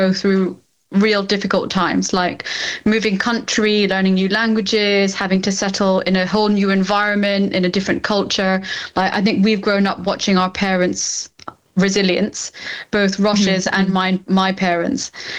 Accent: Australia; also born or lived in Saudi Arabia; now in United Kingdom; So I was born in Saudi Arabia, then I moved to Australia, then I moved to the UK.

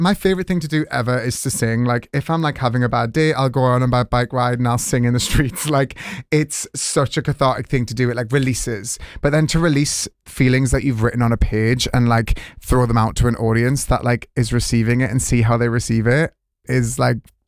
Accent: South Shields, North East England, United Kingdom; moved away; come home and, like, tell my story to my hometown

